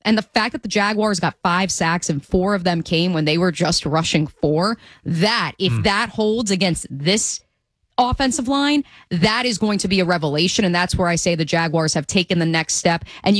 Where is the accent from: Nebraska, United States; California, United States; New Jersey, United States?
New Jersey, United States; No, I'm from New Jersey.